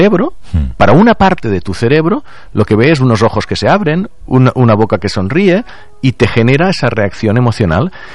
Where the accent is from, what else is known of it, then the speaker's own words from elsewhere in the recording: Catalonia, Spain; Pues algunas cosas, mira que soy del Delta del Ebre, allí mosquitos, sí.